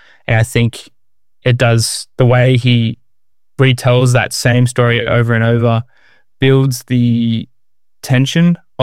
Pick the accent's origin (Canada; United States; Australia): Australia; moved away as an adult; now in Paris, France; I'm from Australia. I've been in Paris since January, just on a year-long working holiday visa.